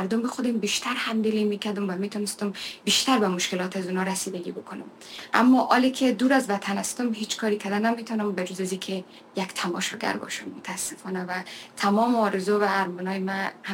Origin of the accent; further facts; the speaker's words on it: Afghanistan; moved away; در وطنم بیایم و دوباره بتونم فعالیت بکنم و صدای خاموش هموطنایم باشم و بتونم خدمتگزار هموطنای عزیزم در داخل افغانستان باشم.